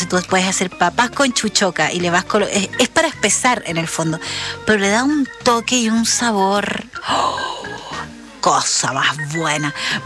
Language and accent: Spanish; Chile